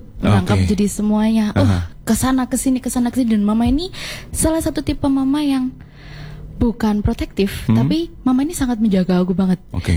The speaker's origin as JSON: {"language": "Indonesian", "country": "Indonesia", "said": "karena di sini aku kan merepresentasikan negara Indonesia."}